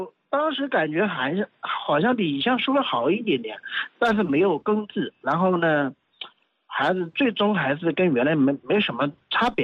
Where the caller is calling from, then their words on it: Zhoushan, Zhejiang, China; 我是浙江舟山人